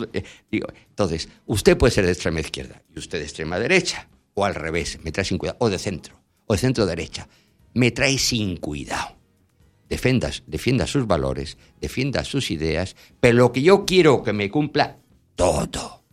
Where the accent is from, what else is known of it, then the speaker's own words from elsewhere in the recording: Panama; Yo soy panameño, soy español y soy panameño.